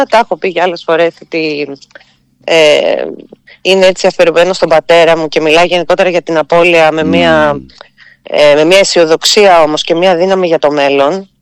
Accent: Thessaloniki, Central Macedonia, Greece; Στην πόλη μου, στο Soul, ένα πολύ ωραίο καινούριο venue της πόλης

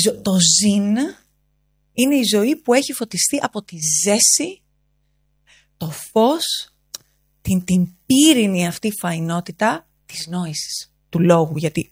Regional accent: Greece; εμείς τώρα ως Έλληνες εδώ

